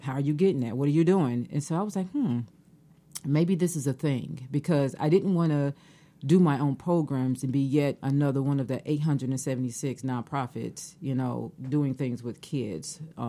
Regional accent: Chicago, Illinois, United States; moved away; I'm from Chicago. You know, I came down here about 8 years ago.

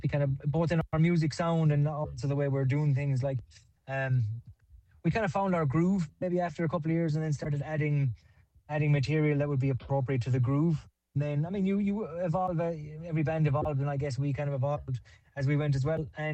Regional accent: Ennis, Munster, Ireland; Socks started 17 years ago back in my hometown of Ennis, County Clare.

